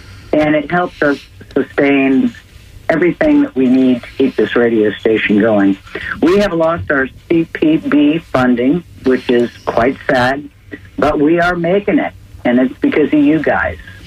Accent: Tucson, Arizona, United States; I moved here from Tucson, Arizona, and I thought, what have I done?

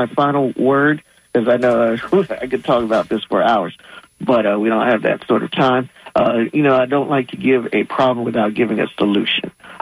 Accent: Haiti; since the death of President Jovenel Moise in 2021, Haiti, my home country, has spiraled into lawlessness.

